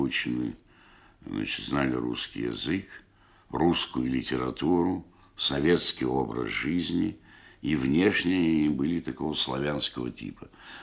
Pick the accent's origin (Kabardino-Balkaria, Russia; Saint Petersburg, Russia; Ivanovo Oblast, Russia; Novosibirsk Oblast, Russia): Saint Petersburg, Russia; Я родился в Петербурге, учился в Петрограде, а получил профессию актера в Ленинграде.